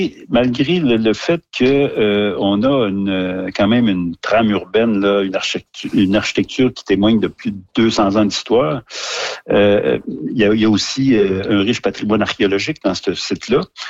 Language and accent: French; Terrebonne, Quebec, Canada; moi, j'ai vécu dans le Vieux-Terrebonne. Je suis né dans le Vieux-Terrebonne. Mes parents avaient des commerces dans le Vieux-Terrebonne.